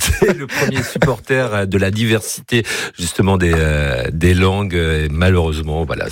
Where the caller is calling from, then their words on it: Brittany, France; first language Breton; French is a second language; ici nous sommes en Bretagne, et c'est vrai que c'est important de préserver cette richesse. Le breton, c'est tout simplement ma langue maternelle